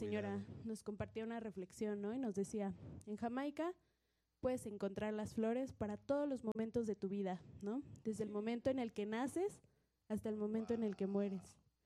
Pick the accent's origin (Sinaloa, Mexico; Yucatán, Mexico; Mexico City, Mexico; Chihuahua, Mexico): Mexico City, Mexico; nosotros somos ahí de Michuca